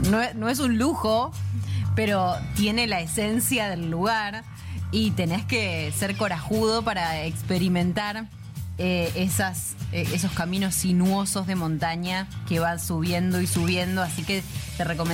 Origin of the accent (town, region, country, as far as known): Argentina